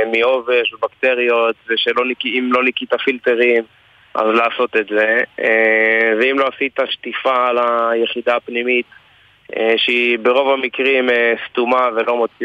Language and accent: Hebrew; Southern District, Israel; אני במקרה מהדרום, אז בכלל, מקיבוץ